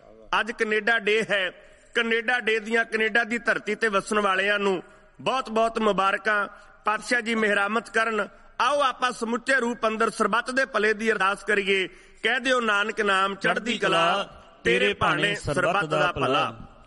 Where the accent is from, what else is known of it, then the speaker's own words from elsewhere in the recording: Punjab, India; now in Canada; ਉੱਥੇ ਇਹ ਧਰਤੀ ਕੈਨੇਡਾ ਦੀ, ਜਿੱਥੇ ਆਪਣੀ ਉਪਜੀਵਿਕਾ ਆਪਣੇ ਪਰਿਵਾਰ ਦੀ ਪਾਲਣਾ ਪੋਸ਼ਣਾ ਕਰਨ ਵਾਸਤੇ ਅਸੀਂ ਪੰਜਾਬ ਤੋਂ ਚੱਲ ਕੇ ਆਏ ਹਾਂ